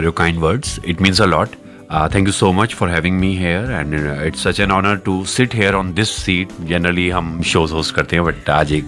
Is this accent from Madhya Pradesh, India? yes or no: no; Haryana, India; accent: Haryanvi; मैं हरियाणा से आता हूँ वो कल्चरल चीज़ें जो हैं वो हमारे अंदर हैं बचपन से हमने देखी हैं